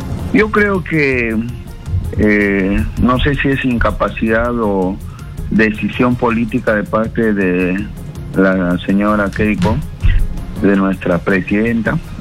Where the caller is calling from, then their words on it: Lima, Peru; de San Juan del Urigancho.